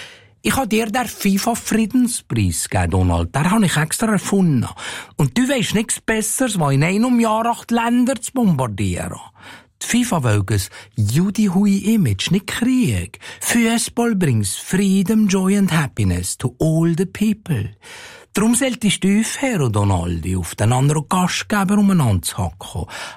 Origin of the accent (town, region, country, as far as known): Switzerland